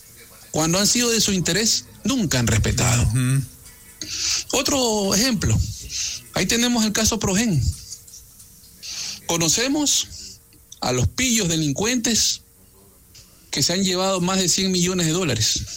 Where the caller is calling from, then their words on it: Ecuador; el problema somos nosotros los ecuatorianos.